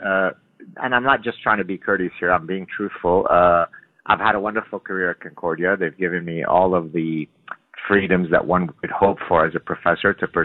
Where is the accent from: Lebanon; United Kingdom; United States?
Lebanon; now in Canada; even though I've been in Canada since the 1970s, we're originally from Lebanon, I've never acclimatized to the weather here.